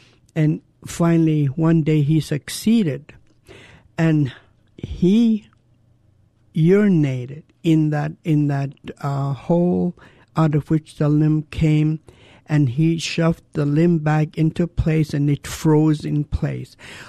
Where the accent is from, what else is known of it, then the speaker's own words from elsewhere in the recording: Douglas, Alaska, United States; I was born and raised in Douglas. I belong to the Raven Moiety. I come from the Whale House in Tlokwan, which is a Kanaktede house.